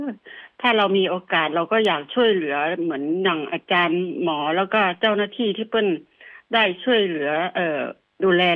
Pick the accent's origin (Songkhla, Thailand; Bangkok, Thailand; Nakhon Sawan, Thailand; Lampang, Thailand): Lampang, Thailand; Hang Chat; แต่ว่าพี่อ่ะเป็นคนในตำบลห้างฉัดนี่แหละตำบลห้างฉัดนี่แหละ